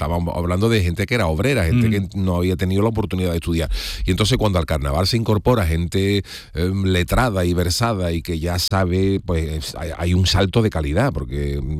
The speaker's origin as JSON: {"language": "Spanish", "town": "Cádiz", "region": "Andalusia", "country": "Spain", "tie": "born there", "said": "Pero yo nací en Cádiz, o sea, yo de nacimiento soy gadita."}